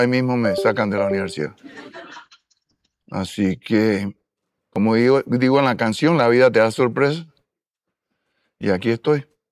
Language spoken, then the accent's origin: Spanish; Panama; moved away as an adult; Nací en Panamá el 16 de julio de 1948.